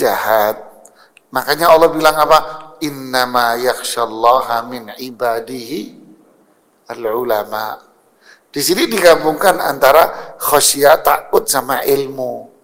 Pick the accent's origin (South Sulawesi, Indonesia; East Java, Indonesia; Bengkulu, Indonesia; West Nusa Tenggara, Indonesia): East Java, Indonesia; Bangil; Saya tahu masih kecil dulu di Bangil. Ya, saya orang Bangil, Mas.